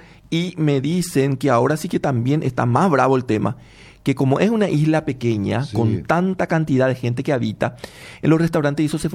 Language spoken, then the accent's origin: Spanish; Asunción, Paraguay; born there; Yo nací en Asunción, capital de la República del Paraguay.